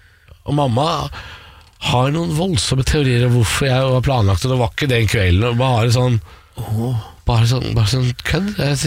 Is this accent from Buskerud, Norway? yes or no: yes; Drammen, Buskerud, Norway; Hun er fra Telemark etter en plass, og jeg er jo fra Drammen.